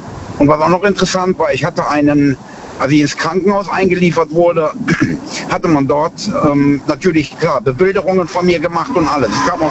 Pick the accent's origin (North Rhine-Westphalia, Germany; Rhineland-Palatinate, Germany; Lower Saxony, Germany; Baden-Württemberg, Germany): Rhineland-Palatinate, Germany; Bad Neuenahr; Aus Bad Neuenahr.